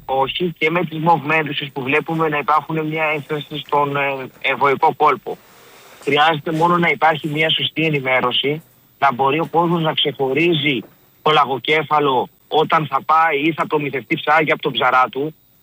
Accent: Central Greece, Greece; επειδή είμαι από την Εύβοια

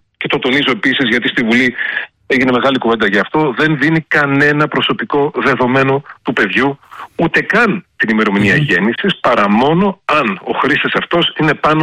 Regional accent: Trikala, Thessaly, Greece; Ως τρικαλινός φοιτητής στην Αθήνα, το ξέρω πάρα πολύ καλά

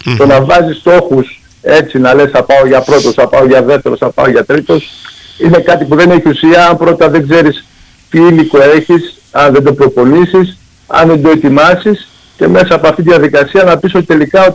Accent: Thessaloniki, Central Macedonia, Greece; now in Kefalonia, Greece; Θεσσαλονικός, γέννημα θρέμα.

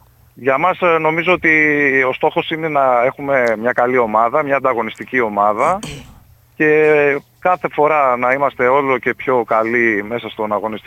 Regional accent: Greece; σαν Έλληνας προπονητής που έχει υπάρξει και πρώτος και βοηθός και στο μπάσκετ των γυναικών στην Ελλάδα.

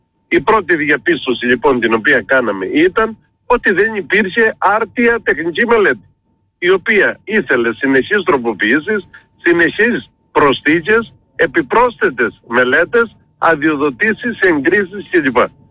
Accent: Hersonissos, Crete, Greece

